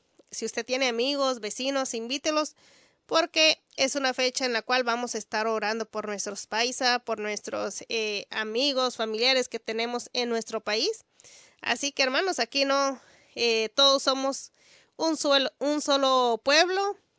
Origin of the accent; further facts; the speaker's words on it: Mexico; Porque es algo bonito cuando vemos nuestra cabaña de México. Yo soy mexicana y me gusta ver cómo está esa cabaña.